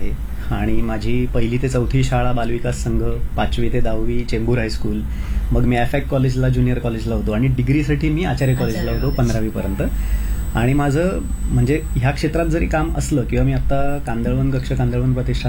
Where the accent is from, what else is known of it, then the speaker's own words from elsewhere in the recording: Velas, Maharashtra, India; also born or lived in Mumbai; रत्नागिरी जिल्ह्यात मंडणगड तालुक्यात वेळास माझं गाव आहे, तिथे शेतीवाडी आहे.